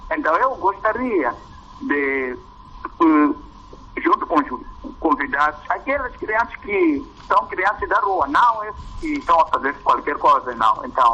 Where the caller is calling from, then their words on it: Vilankulo, Inhambane, Mozambique; falo de Vilanculo, província de Inhambane.